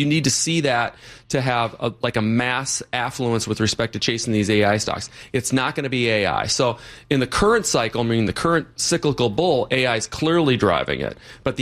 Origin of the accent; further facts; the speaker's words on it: Minnesota, United States; I was born and raised in Minnesota.